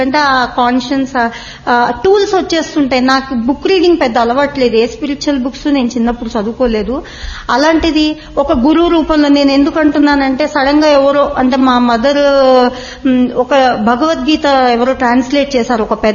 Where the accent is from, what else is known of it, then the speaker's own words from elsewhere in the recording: Hyderabad, Telangana, India; నేను ఇక్కడే పుట్టి పెరిగాను, ఆల్మోస్ట్ వారానికోసారి కోటీకి వెళ్లేదాన్ని.